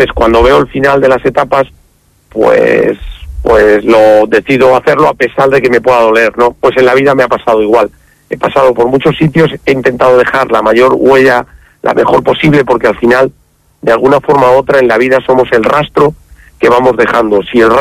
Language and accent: Spanish; Parla, Community of Madrid, Spain; moved away; also born or lived in Burgos; en Parla la primera porque es mi casa, mi barrio, mi gente, donde crecí, donde me formé como persona, con las dificultades que tuve que pasar, tanto económicas como sociales, como del día a día en un barrio muy duro, pero es mi ciudad